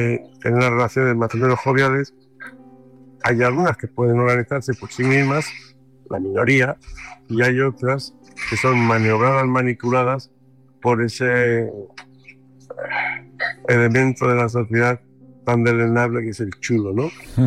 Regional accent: Alcalá de Henares, Community of Madrid, Spain; now in Madrid, Spain; soy de Alcalá, soy de la diócesis Madrid-Alcalá.

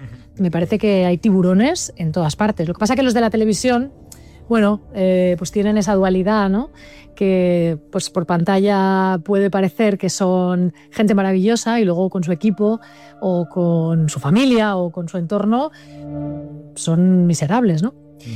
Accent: Barcelona, Catalonia, Spain; now in Madrid, Spain; Pues fíjate que soy de Barcelona, llevo 15 años en Madrid

